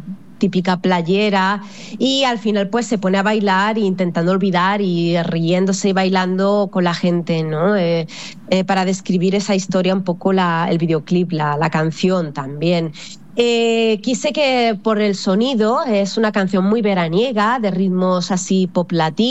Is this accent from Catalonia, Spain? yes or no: yes; Catalonia, Spain; now in Italy; yo soy catalana, pero mis padres son andaluces, o sea, mi madre de Córdoba y mi padre de Granada, ¿no? Y desde pequeñita, todos los veranos, pasábamos todos los veranos en Andalucía, o sea, que es que en mi sangre, en mis venas corre sangre andaluza